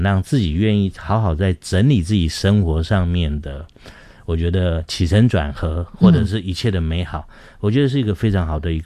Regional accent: Miaoli County, Taiwan; 我是苗栗的小孩，我们中部的葱呢、有中部葱的做法

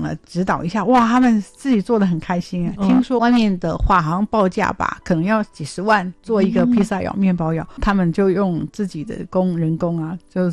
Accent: Taiwan; 因为我们台湾人很多人都已经

